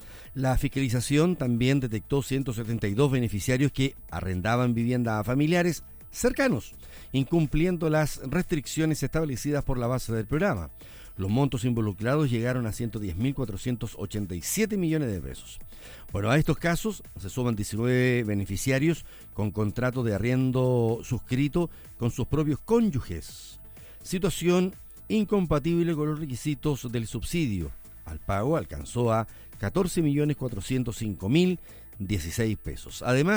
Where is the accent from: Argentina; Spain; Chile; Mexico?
Chile; Somos desordenados los chilenos